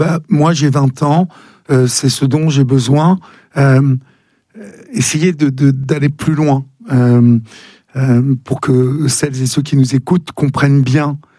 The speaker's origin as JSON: {"language": "French", "region": "Normandy", "country": "France", "said": "C'est certain, je suis normand, je vous le confirme."}